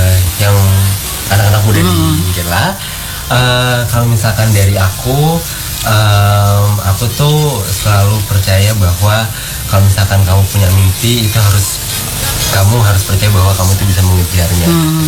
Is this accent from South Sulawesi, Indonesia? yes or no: no; Surabaya, East Java, Indonesia; now in Ngela, Indonesia; aku tuh ngerasa ketika aku di kotaku Surabaya, aku tuh nggak pernah makan bareng sama keluarga yang bener-bener seintens itu